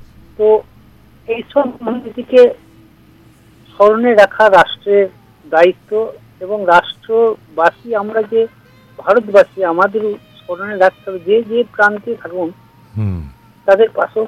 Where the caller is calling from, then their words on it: Purba Bardhaman, West Bengal, India; আমি পশ্চিমবঙ্গের পূর্ব বর্ধমান থেকে